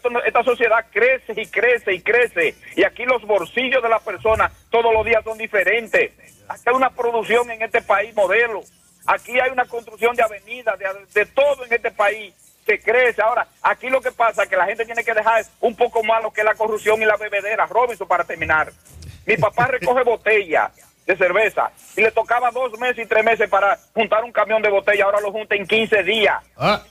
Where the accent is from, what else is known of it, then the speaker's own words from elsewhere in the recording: Moca, Espaillat, Dominican Republic; Buenos días, mi pueblo mocano